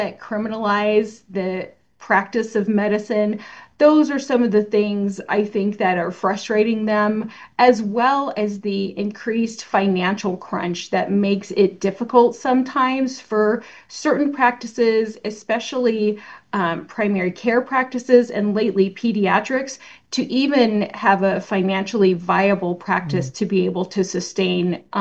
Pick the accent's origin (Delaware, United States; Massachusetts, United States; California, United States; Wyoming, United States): Wyoming, United States; Cheyenne; moved away as an adult; now in Idaho, United States; I was in the community where I grew up in Cheyenne, Wyoming, and I thought I was set. And then by the end of 2007, I had moved with the puppy and ended up in Idaho